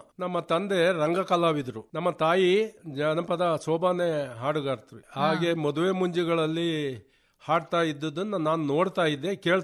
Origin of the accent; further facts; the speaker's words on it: Hassan district, Karnataka, India; ಅನೇಕ ಜಿಲ್ಲೆಗಳಿಗೆ ಹೋಗಿ ಪ್ರತಿನಿಧಿಸಿ ನಮ್ಮ ಹಾಸನ ಜಿಲ್ಲೆಯನ್ನ